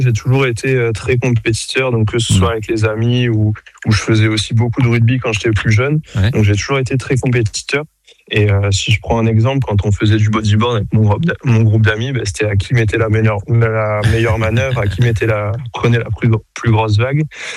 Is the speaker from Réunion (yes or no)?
yes; Réunion; now in Gironde, France; à l'île de La Réunion, dont je suis originaire.